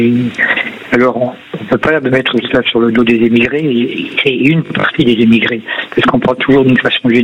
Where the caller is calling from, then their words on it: France; simplement parce que je suis Français